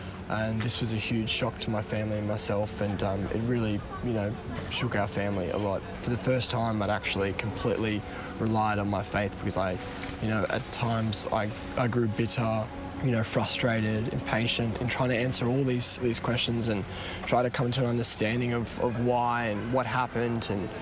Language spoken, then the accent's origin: English; Sydney, New South Wales, Australia; I'm 21 years old and I'm from Sydney, Australia. I've been lucky to grow up in a Catholic family, really good, strong, Catholic, devout parents and siblings who also practice their faith.